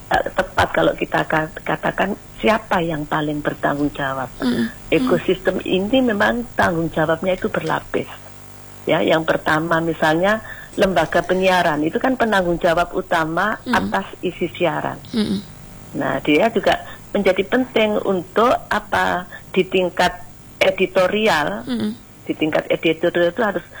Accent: Malang, East Java, Indonesia; Nah itu kan akhirnya saya dari Malang akan belajar standar lokal dari Pasuruan, dari Jember, dari Mojokerto, dari Madura yang masuk dalam jaringan itu.

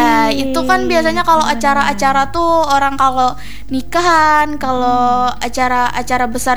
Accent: Sampit, Central Kalimantan, Indonesia; now in Palangka Raya, Indonesia; Kalau aku dari Sampit, tapi bukan di kota Sampitnya, di sininya aja, di Kecamatan Cempaga, Desa Patai di situ.

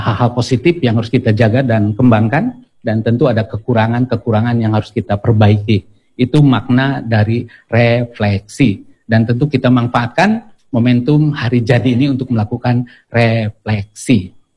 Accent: Cirebon, West Java, Indonesia; kita bangga sebagai orang Jawa Barat, kita bangga sebagai orang Cirebon

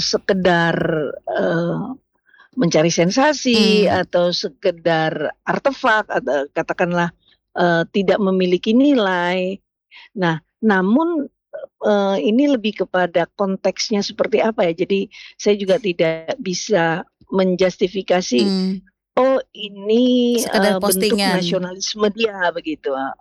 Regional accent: North Sumatra, Indonesia; Atau orang Batak, saya orang Batak tidak memahami bagaimana suku bangsanya.

